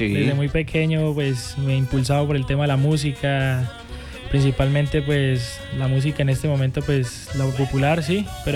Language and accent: Spanish; Huila, Colombia; also born or lived in Cúcuta, Norte de Santander; Entonces nosotros venimos de Cúcuta. Prácticamente, pues, nací allá, pero toda la vida he vivido aquí en el Huila.